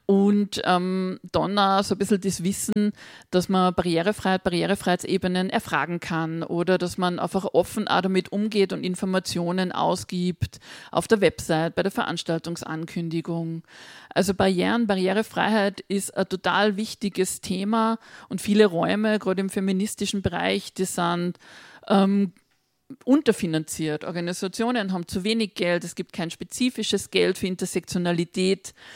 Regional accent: Salzburg, Austria; accent: Pinzgau dialect; Angeschasselt werden, gibt es auch im Pinzgerischen, wo ich herkomme, ist eine, gute Worte haben wir im Dialekt.

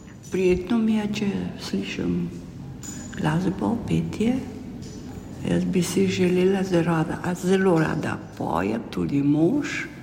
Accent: Ljubljana, Central Slovenia, Slovenia; now in Grosuplje, Slovenia; Doma sem, prišla sem iz Ljubljane, lansko leto v Grosuplje.

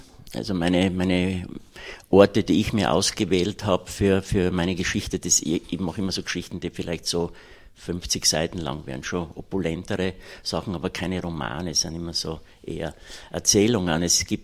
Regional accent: Graz, Styria, Austria; born there; now in Stein, Austria; Wir 4 Kinder sind dann schon in Graz geboren. Das heißt, wir haben nie in Radkersburg in dem Sinn gewohnt, aber sehr lange in Radkersburg gelebt. Also die ersten 16, 17 Jahre meines Lebens

